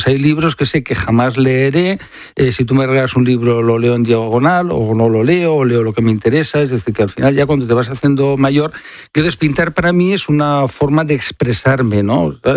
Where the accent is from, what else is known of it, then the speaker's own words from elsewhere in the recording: Barcelona, Catalonia, Spain; born there; en mi tierra, Barcelona, y por tanto, desde jovencito